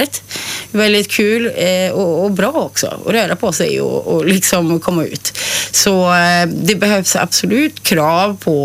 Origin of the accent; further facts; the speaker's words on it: Trollhättan, Västra Götaland County, Sweden; jag är uppvuxen i Kronogården